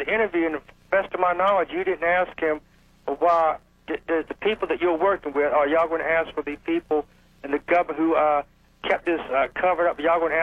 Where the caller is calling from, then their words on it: Daytona Beach, Florida, United States; Yeah, I'm calling from Daytona Beach, Florida.